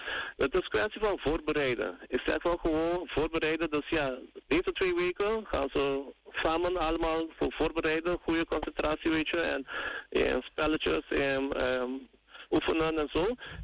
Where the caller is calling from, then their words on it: Aruba; 1 week, dan gaan we terug naar Aruba.